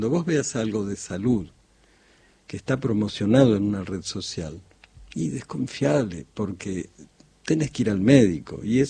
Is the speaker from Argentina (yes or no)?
yes; Argentina